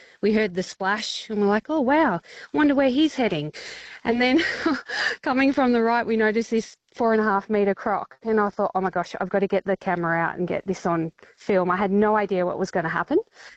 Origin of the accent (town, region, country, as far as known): Victoria, Australia; born or raised there